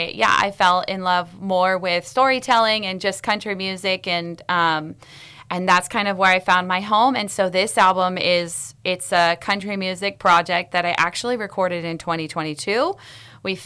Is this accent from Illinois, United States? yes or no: no; California, United States; also born or lived in Nashville / Los Angeles / New York; now in Sonoma, United States; Well, I was living in Nashville. I grew up in Lake Tahoe.